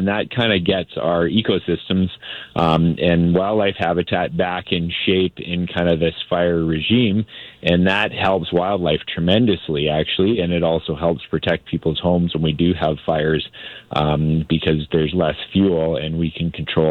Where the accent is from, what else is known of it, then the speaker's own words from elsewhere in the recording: British Columbia, Canada; I think as British Columbians